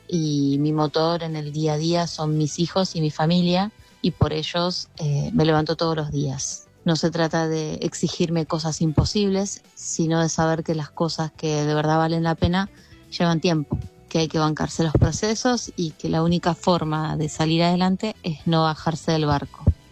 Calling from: Munro, Buenos Aires Province, Argentina

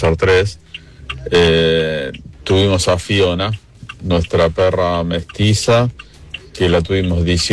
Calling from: Buenos Aires, Argentina; soy de Parque Chacabuco.

